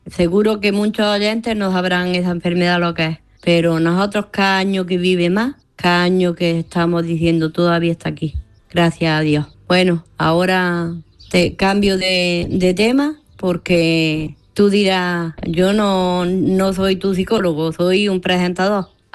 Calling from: Granada, Andalusia, Spain; Manolo, te llamo otra vez. … de Granada y te llamo para felicitar a mi sobrino Antonio.

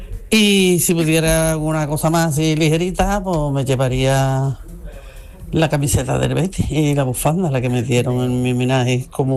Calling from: Barbate, Andalusia, Spain; Buenas tardes … de Barbate.

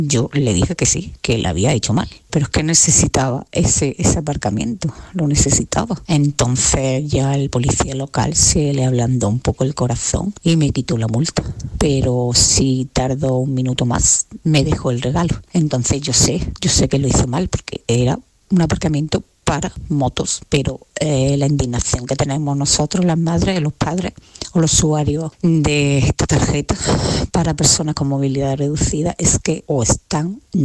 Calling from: Andalusia, Spain; Soy de un pueblo de la provincia de Cádiz

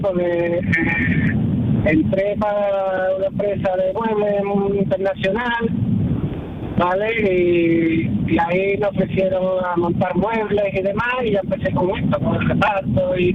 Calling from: Seville, Andalusia, Spain; yo vivo en Sevilla, en Triana.

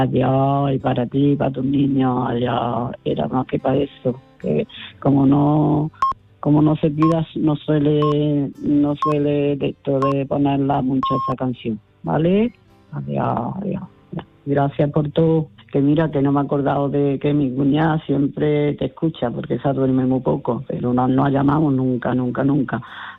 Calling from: Córdoba, Andalusia, Spain; Soy de Córdoba

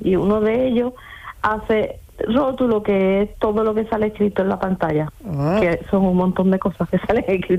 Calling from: Málaga, Andalusia, Spain; yo estoy en Málaga.

